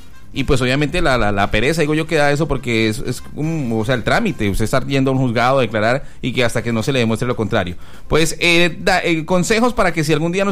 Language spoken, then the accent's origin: Spanish; Colombia